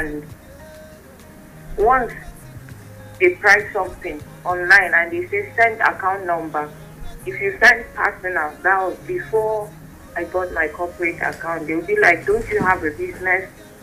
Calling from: Rayfield, Plateau, Nigeria; I'm calling from Rayfield.

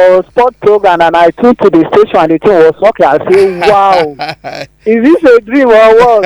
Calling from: Abuja, Federal Capital Territory, Nigeria; I'm the most happiest fan in Abuja right now

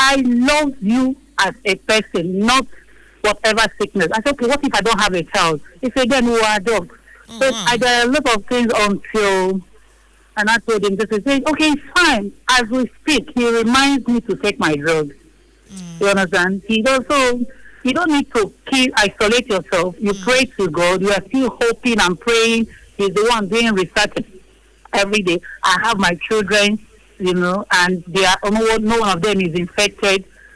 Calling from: Port Harcourt, Rivers, Nigeria; Calling from Port Harcourt.

